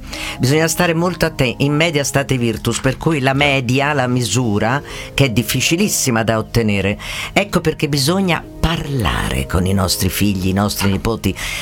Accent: Tuscany, Italy; A noi ci dispiace perché siamo toscani.

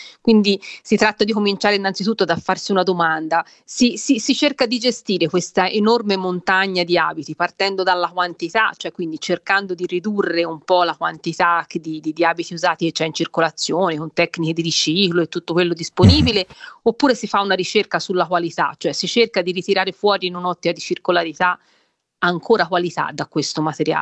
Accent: Prato, Tuscany, Italy; Sì, adesso te lo chiedi a me che vengo da Prato, e Prato è la patria, diciamo, del riciclo della lana, no?

